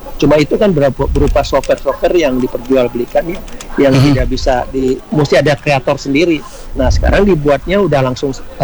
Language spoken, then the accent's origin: Indonesian; Manado, North Sulawesi, Indonesia; Iya betul, kita dari Manado.